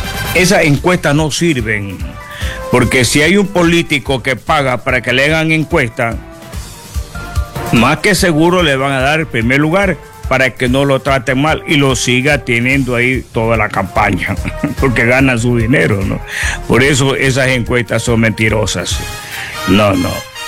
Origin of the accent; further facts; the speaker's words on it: El Oro, Ecuador; Buenos días en mi provincia del Oro. Buenos días en mi país Ecuador.